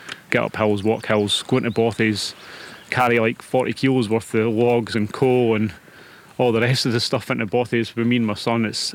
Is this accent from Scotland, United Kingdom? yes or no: yes; Blairgowrie, Scotland, United Kingdom; I'm from Blairgowrie.